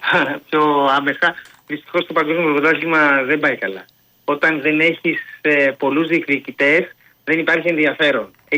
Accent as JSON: {"language": "Greek", "country": "Greece"}